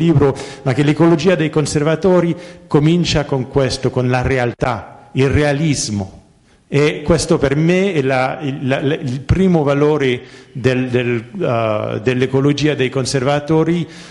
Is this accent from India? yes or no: no; France; Ma questo io come francese, voi come italiani